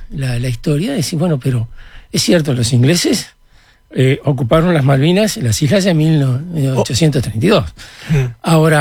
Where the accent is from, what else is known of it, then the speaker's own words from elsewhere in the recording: Fray Bentos, Río Negro, Uruguay; now in Montevideo, Uruguay; yo soy de Fraiventos y recuerdo que allá era un frigorífico, el frigorífico anglo, los ingleses.